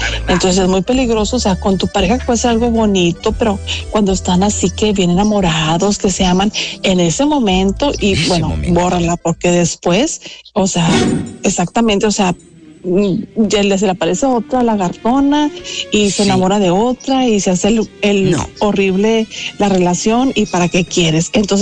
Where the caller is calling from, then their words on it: Nueva Rosita, Coahuila, Mexico; de Nueva Rosita, Coahuila.